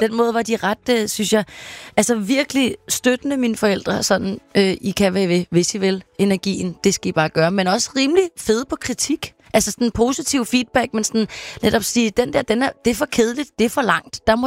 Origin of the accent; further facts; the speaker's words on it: Nærum, Capital Region of Denmark, Denmark; also born or lived in Copenhagen; Vi flyttede lidt til Nordsjælland i det meste af min barndom faktisk, men jeg blev født i København